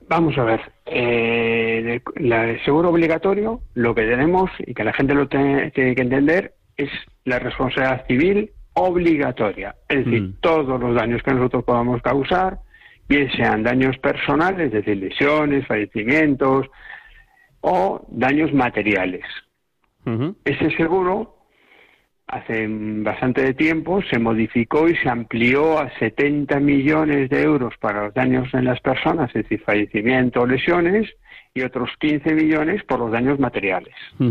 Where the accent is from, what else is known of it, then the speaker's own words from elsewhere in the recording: Spain; que todos somos españoles.